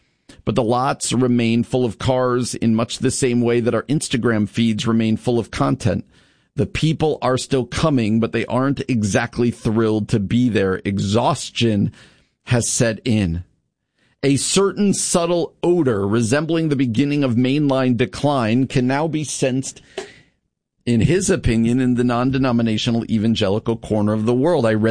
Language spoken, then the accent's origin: English; Long Valley, New Jersey, United States; born or raised there